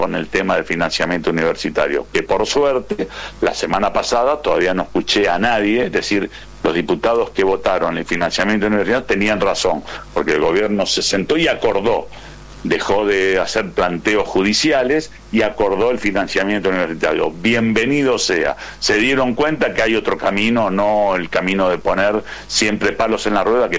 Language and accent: Spanish; Argentina